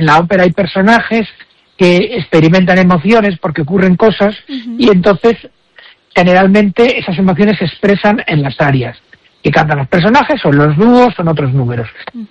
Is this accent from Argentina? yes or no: no; Galicia, Spain; Seguimos siendo gallegos aunque hayamos nacido en otra parte del mundo.